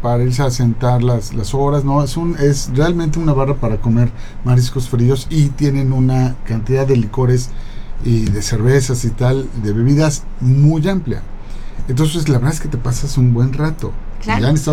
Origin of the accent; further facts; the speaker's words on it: Puebla, Mexico; Importante que vayamos los poblanos a recorrer cada uno